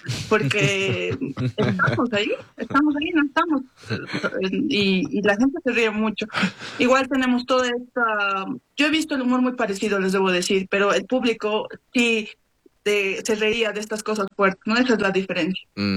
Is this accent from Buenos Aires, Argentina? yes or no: yes; Liniers, Buenos Aires, Argentina; de un lugar lejano, un lugar que nadie conoce, un lugar que nadie quiere ir y no saben cómo llegar. Vengo de Liniers.